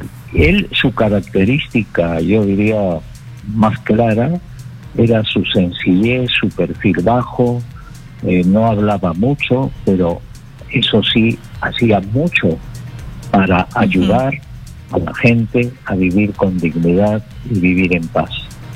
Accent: Peru; como peruanos y peruanas

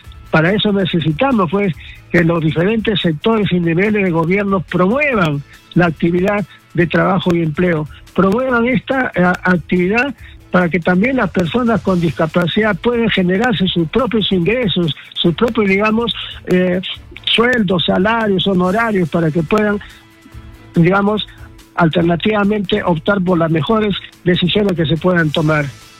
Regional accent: Peru; somos peruanos

